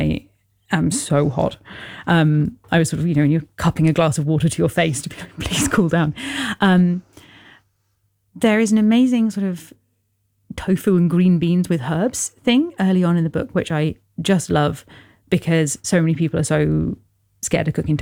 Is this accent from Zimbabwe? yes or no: no; London, United Kingdom; I was born in London, like London is my home and I feel very strongly that, you know, everywhere I've lived in London, I've lived in a lot of places, as probably most Londoners have, the kind of shuttle from rental flat to rental flat